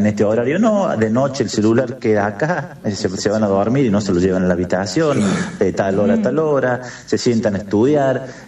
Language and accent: Spanish; Argentina; imagínate todo lo apasionado que somos los argentinos en el fútbol.